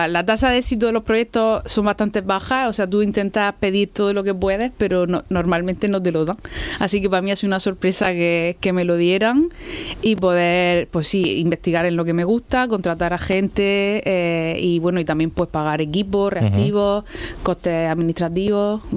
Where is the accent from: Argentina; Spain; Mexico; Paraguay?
Spain; Region of Murcia; Pues yo siempre quise volver porque yo soy muy murciana y me gusta mucho Murcia y mi país.